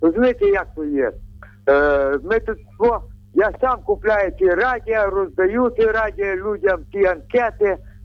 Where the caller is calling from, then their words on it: Lviv, Lviv Oblast, Ukraine; я зі Львова.